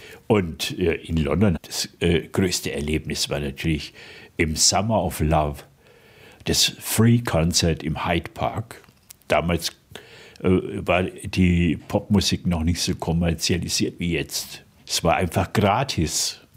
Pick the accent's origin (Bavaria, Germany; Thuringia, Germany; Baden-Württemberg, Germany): Bavaria, Germany; accent: Franconian; also born or lived in Nuneaton, England; er hat mein Fränkisch verstanden